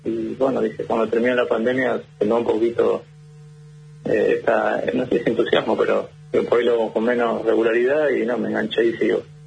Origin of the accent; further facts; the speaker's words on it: Rosario, Santa Fe, Argentina; yo soy de Rosario, Santa Fe, y vine de vacaciones a Puerto Madryn